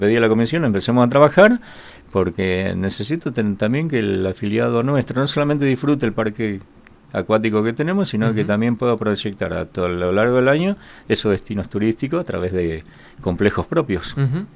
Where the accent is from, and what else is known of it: Bahía Blanca, Buenos Aires Province, Argentina